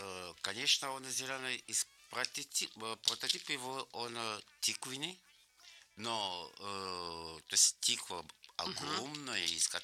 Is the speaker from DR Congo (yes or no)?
yes; DR Congo; now in Russia; вот там, где я родился в Демократической Республике Конго, родина Патриса Лумумба